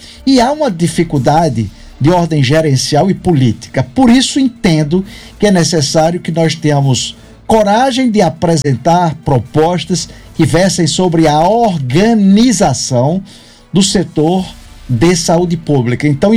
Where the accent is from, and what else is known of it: Sergipe, Brazil